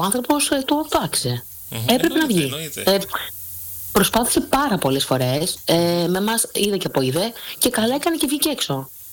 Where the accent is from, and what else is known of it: Greece